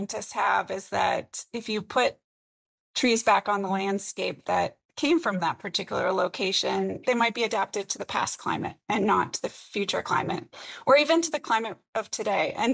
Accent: British Columbia, Canada; And I grew up in British Columbia. So fire is part of my life experience.

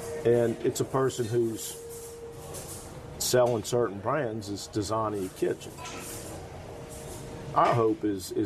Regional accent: New Orleans, Louisiana, United States; growing up in New Orleans

